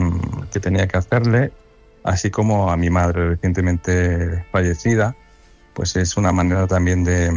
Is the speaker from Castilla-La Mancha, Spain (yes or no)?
yes; El Toboso, Castilla-La Mancha, Spain; quise también componer en homenaje a mi tierra, a mi pueblo. Yo soy ni más ni menos que del pueblo de Dulcinea.